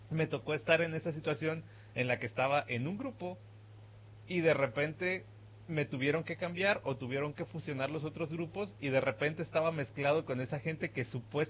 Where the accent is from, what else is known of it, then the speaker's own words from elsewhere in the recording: Apatzingán, Michoacán, Mexico; also born or lived in Lázaro Cárdenas, Michoacán; now in Burley, Idaho, United States; al yo haber crecido en Tierra Caliente, en Apatzingán